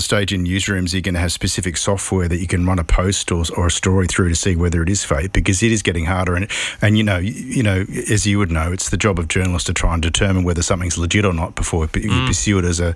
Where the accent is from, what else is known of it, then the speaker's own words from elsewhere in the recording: Australia; moved away; I know growing up in Australia, if you're underage, you went to Macca's or McDonald's